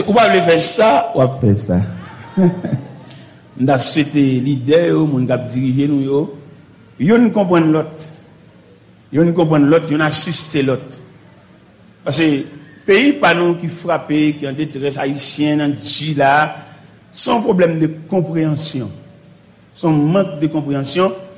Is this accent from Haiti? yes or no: yes; Haiti; Parce que nous-mêmes, haïtiens chrétiens, avec des petits groupes haïtiens